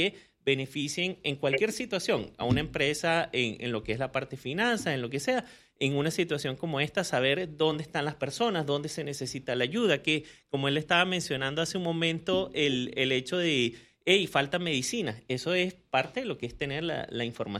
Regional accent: Venezuela; born there; Yo nací en Venezuela, pero mi familia emigró a Venezuela por el boom petrolero.

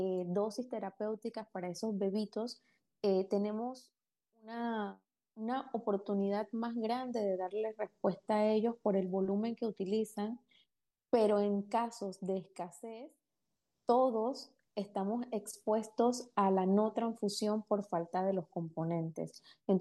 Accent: Panama; como panameños y como seres humanos

